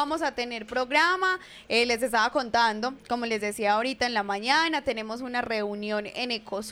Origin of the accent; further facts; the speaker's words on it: Fredonia, Antioquia, Colombia; para Fredonia, para mi pueblo